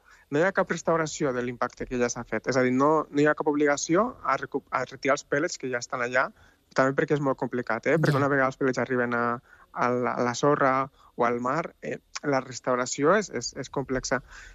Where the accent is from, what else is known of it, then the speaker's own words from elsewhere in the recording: Tarragona, Catalonia, Spain; Bueno, jo sóc de Tarragona, eh? Però jo estic vivint al País Basc i per tant, hem tocat el tema una mica com a personal, no?